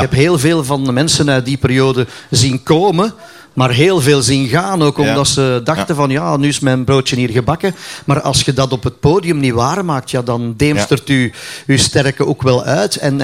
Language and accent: Dutch; Flanders, Belgium; accent: Flemish; Dat is eigenlijk gewoon iets dat ontsproten is uit mijn dialect. Dus toen wij in de studio zaten, ja, onze technische engineer, dat was een Engelsman. Dus die kende de Vlaamse taal niet.